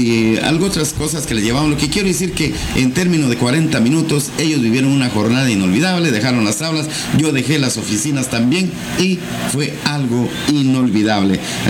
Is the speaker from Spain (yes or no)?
no; Barberena, Santa Rosa, Guatemala; born there; yo nací en Barberena, Santa Rosa.